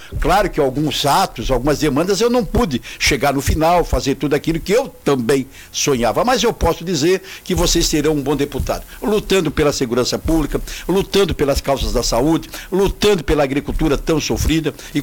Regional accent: Braço do Norte, Santa Catarina, Brazil; moved away as an adult; now in Ulhéus (unclear ASR), Brazil; Terceiro é que eu sou legítimo da cidade de Ulhéus. Quando eu nasci em Braço do Norte, moro 30 anos em Braço do Norte e venho aqui passar 36 anos da minha vida, eu escolhi a cidade de Ulhéus para morar.

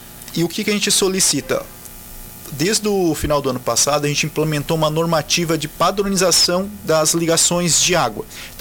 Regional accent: Orleans, Santa Catarina, Brazil; Sou orleanense, os meus avós eram do Rio Novo, mas eu não nasci no Rio Novo. Eles, quando se casaram, eles se mudaram mais aqui para a região do Tirão Comprido, aí eu sou dessa região aí.

